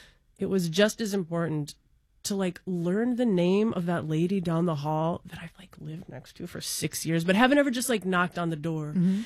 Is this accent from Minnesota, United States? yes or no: yes; Minneapolis, Minnesota, United States; I grew up in Minneapolis